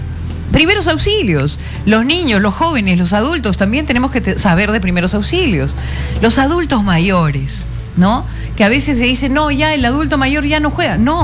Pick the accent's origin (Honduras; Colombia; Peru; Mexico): Peru; Todos somos hermanos, todos somos peruanos.